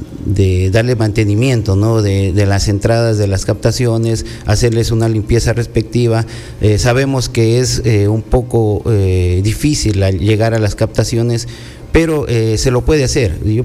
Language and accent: Spanish; Zamora, Zamora-Chinchipe, Ecuador; somos zamoranos, nos conocemos todos aquí.